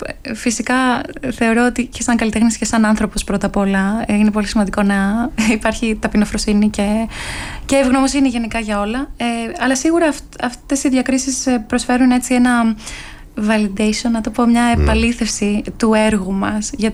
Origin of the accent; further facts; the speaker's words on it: Greece; moved away as an adult; now in New York, United States; είμαι τώρα στη Νέα Υόρκη πάνω από 15 χρόνια. Έκανα αυτά που ήθελα να κάνω όταν πρώτο έφυγα από την Ελλάδα.